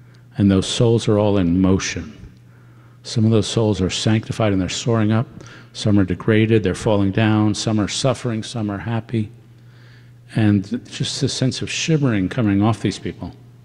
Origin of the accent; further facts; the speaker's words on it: New York City, New York, United States; I grew up in New York City, as I mentioned, and I a very strong Jewish family, celebrated high holidays